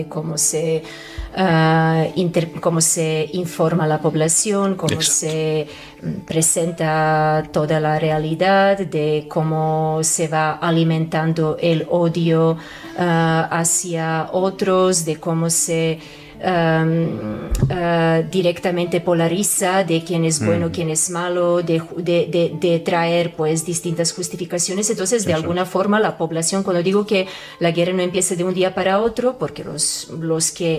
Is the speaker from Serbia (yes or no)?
yes; Serbia; moved away; crecer en Antigua Yugoslavia, después Serbia, entre Yugoslavia y Serbia hemos cambiado el nombre del país varias veces